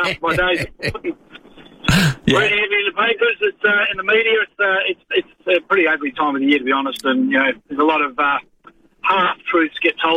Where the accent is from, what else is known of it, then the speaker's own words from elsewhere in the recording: Bendigo, Victoria, Australia; I grew up in the Carlton zone. I live in a farm just out of Bendigo